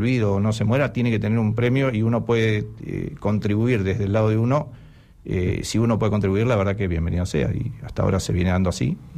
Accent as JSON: {"language": "Spanish", "region": "Patagonia", "country": "Argentina", "said": "Cuando vos decías, ¿de dónde venís? Y... de Patagonia."}